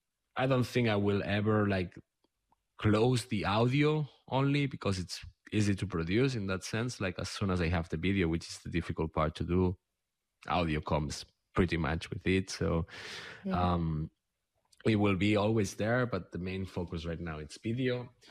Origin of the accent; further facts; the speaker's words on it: Catalonia, Spain; first language Catalan; English is a second language; I'm considering, although I haven't taken a decision yet, of producing the same format in Catalan, in my mother tongue, because there is no, so it will be a separate show.